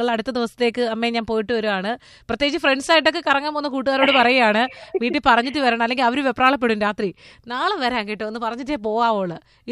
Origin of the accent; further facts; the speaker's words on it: Onattukara, Kerala, India; ഞങ്ങൾ ഓണാട്ടുകരക്കാർ.